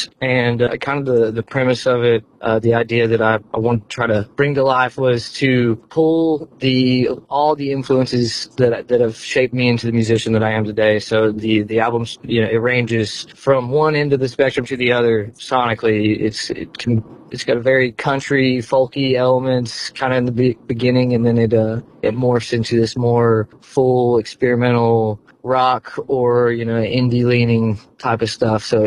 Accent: Somerset, Kentucky, United States; from Somerset, Kentucky.

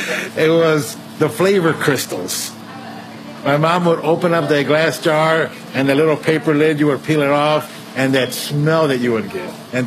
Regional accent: Chicago, Illinois, United States; I grew up in the Little Village neighborhood here in Chicago until probably I was 13 years old. And then we moved to the south, farther south side of Chicago.

